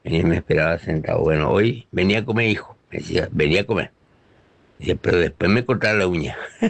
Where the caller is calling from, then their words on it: Clorinda, Formosa, Argentina; de Clorinda.